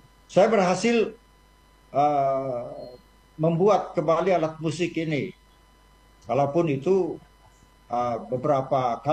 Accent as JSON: {"language": "Indonesian", "region": "North Sulawesi", "country": "Indonesia", "said": "leluhur kita, orang Kolomongodo"}